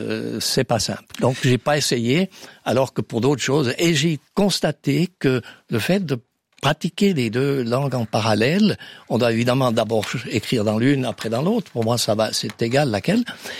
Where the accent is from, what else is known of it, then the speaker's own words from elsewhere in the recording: Fribourg, Switzerland; je viens de Fribourg où nous parlons ce qu'on appelle le Bolz, c'est-à-dire le mélange des deux langues allemand et français du coin.